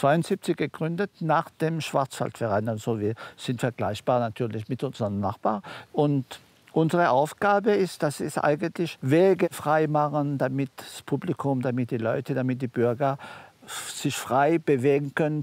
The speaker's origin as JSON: {"language": "German", "region": "Grand Est", "country": "France", "tie": "born or raised there", "said": "Also ich bin direkt am Fuß der Burg geboren. Mein Haus hat Aussicht auf die Burg. Und das Zimmer, wo ich geboren wurde, genau ist vor der Burg."}